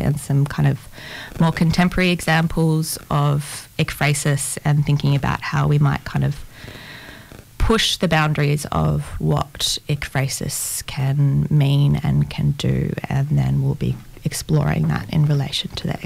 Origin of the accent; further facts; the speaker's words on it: Lismore, New South Wales, Australia; moved away as an adult; now in Melbourne, Australia; No, so I grew up in Lismore on the Northern Rivers, and lived there until I was about 19 and then moved to Melbourne